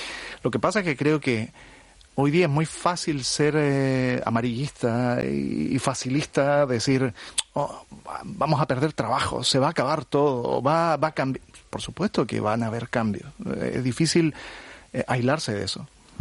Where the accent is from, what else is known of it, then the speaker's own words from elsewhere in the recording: southern Chile, Chile; Yo vengo del sur de Chile. Mis padres son panaderos, son pequeños empresarios.